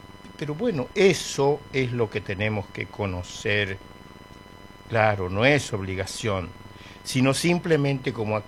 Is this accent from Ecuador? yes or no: no; Buenos Aires, Argentina; Yo estuve 17 años en Buenos Aires, me crié en Buenos Aires.